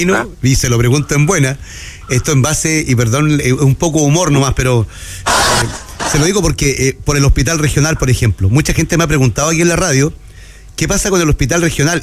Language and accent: Spanish; Antofagasta, Chile; yo soy de Antofagasta toda la vida, y he estado en varios temblores fuertes o terremotos acá en la ciudad de Antofagasta